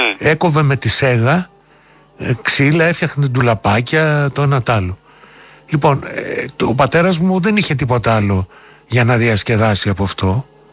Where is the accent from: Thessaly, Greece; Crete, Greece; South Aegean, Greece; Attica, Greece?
Attica, Greece; Athens; Γεννήθηκα στην Αθήνα. Η ιδιαίτερη πατρίδα μου είναι η Οδός Πατησίων.